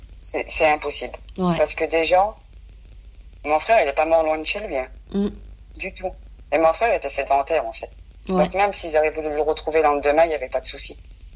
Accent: France; vous savez que les voyageurs, on est français.

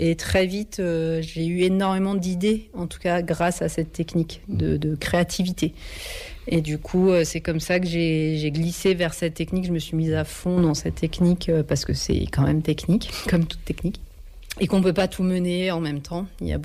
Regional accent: Reims, Grand Est, France; moi, je suis originaire de Reims.

